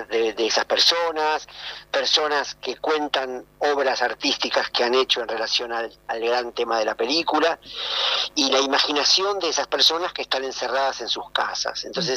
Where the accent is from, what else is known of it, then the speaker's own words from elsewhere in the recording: Villa Gesell, Buenos Aires Province, Argentina; una película que yo hago en mi pueblo, que es Villa Gesell